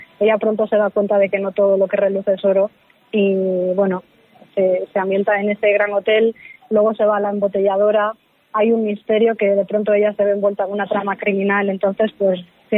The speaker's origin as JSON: {"language": "Spanish", "region": "Galicia", "country": "Spain", "said": "como gallega conocía las aguas de Mondariz"}